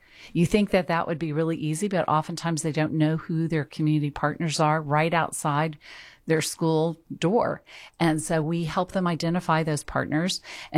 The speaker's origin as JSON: {"language": "English", "town": "San Antonio", "region": "Texas", "country": "United States", "tie": "born or raised there", "also_born_or_lived": "Washington, D.C.", "said": "So I grew up here in San Antonio, like I said, and then I spent some time away in Washington, D.C., and I worked on Capitol Hill, and that's where I met my husband."}